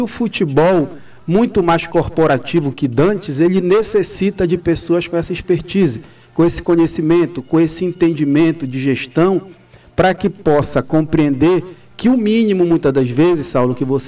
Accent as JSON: {"language": "Portuguese", "region": "Pará", "country": "Brazil", "said": "não somente minha enquanto paraense, mas como vivente daqui, dessa terra aqui do estado do Pará"}